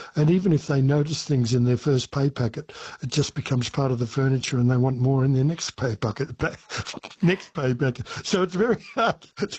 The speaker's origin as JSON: {"language": "English", "town": "Ballarat", "region": "Victoria", "country": "Australia", "tie": "born or raised there", "said": "When I was a kid growing up in Ballarat, Victoria, we still had Cracker Night."}